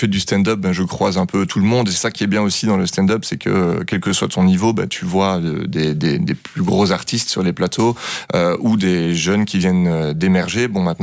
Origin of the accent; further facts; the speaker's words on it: Wallonia, Belgium; quand on est issu de la province de Luxembourg